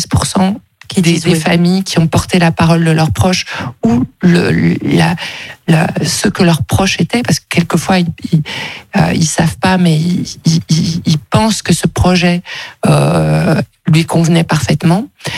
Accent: Brussels, Brussels-Capital Region, Belgium; now in Montpellier, France; j'ai en plus une culture anglo-saxonne puisque je suis bruxelloise.

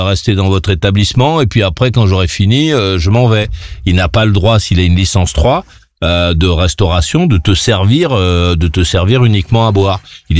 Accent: France; chez nous en France

